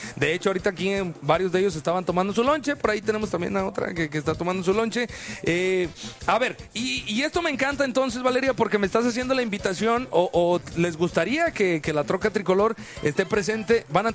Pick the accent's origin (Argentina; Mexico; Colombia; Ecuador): Mexico; now in 209 area (Central Valley), California, United States; nuestra cultura como mexicanos y pues obviamente aquí en el área del 209